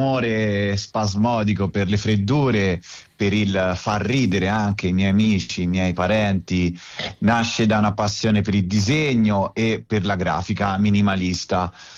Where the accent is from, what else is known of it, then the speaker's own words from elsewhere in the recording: Tuscany, Italy; cioè io chiamo babbo, sono toscano